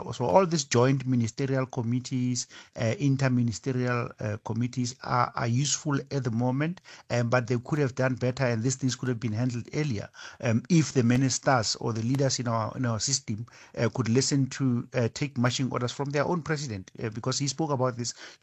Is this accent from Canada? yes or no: no; South Africa